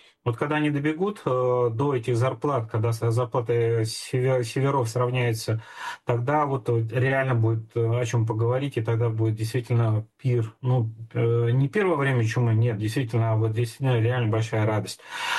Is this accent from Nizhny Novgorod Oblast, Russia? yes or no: no; Moscow, Russia; как коренной москвич.